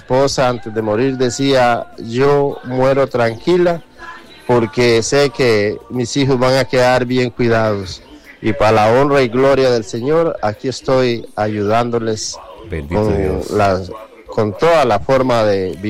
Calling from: El Ceibo, Costa Rica; del Ceibo

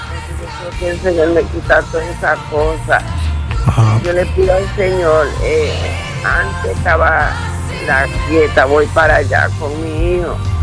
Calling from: Dominican Republic; Yo vivo en Villa Progreso.

